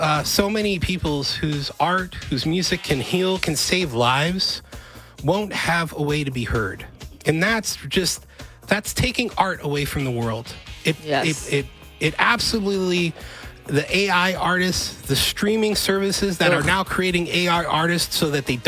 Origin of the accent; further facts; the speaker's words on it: the Bay Area, California, United States; moved away as an adult; now in Seattle, United States; I've been all around this country. I grew up in the Bay Area. The first time I moved to Seattle